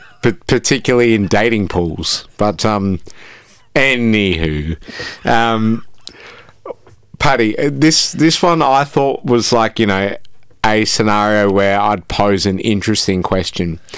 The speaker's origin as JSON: {"language": "English", "country": "Australia", "said": "We're swept up in it a lot here because we're Australian"}